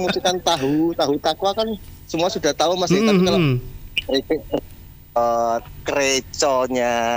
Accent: Kediri, East Java, Indonesia; born there; Kebetulan saya dilahirkan di Kota Kediri, gitu.

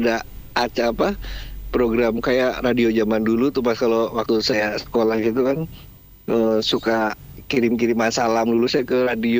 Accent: Bogor, West Java, Indonesia; moved away as an adult; now in Kediri, Indonesia; saya itu kan aslinya dari Bogor, Mas. Jadi di Kediri itu baru 4 tahun.

